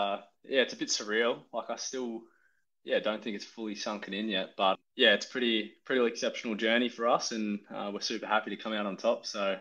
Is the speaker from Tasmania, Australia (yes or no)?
no; Bendigo, Victoria, Australia; so my journey's I'm originally from Bendigo, Victoria.